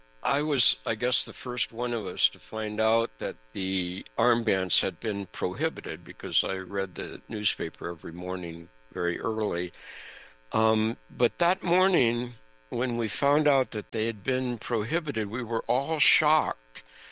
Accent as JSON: {"language": "English", "country": "United States", "tie": "born or raised there", "said": "growing up in the United States in the public school system"}